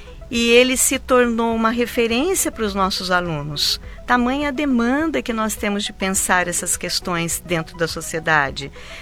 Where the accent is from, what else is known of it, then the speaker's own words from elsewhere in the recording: Brazil; Enquanto brasileiros que somos.